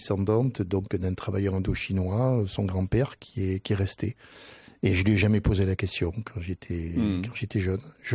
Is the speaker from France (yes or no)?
yes; Bergerac, Nouvelle-Aquitaine, France; Et je me souviens, moi, quand j'étais gamin, à l'école à Bergerac, j'avais, on va terminer là-dessus, j'avais une copine en classe, en CE2